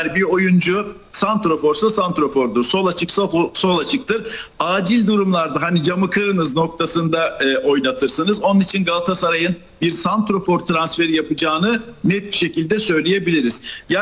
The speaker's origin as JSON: {"language": "Turkish", "town": "Yeniköy", "region": "Istanbul", "country": "Turkey", "tie": "born there", "said": "Benim doğduğum yer burası, bu mahalle, Yeniköy Hı-hı. Mahallesi. Oradan yayın yapıyorum."}